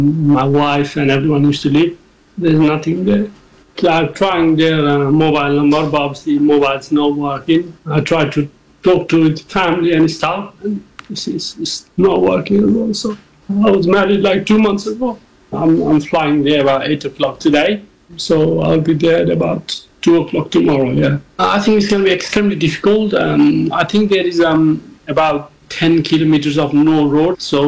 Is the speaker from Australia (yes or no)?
no; Nepal; now in England; I have seen the picture of where my hometown used to be, and there is nothing there now.